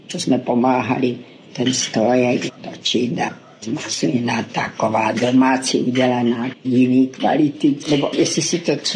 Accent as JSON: {"language": "Czech", "town": "Studénka", "region": "Moravian-Silesian Region", "country": "Czechia", "tie": "born there", "also_born_or_lived": "Ostrava", "said": "když mi byly 4 roky, tak jsme se odstěhovali do Studénky."}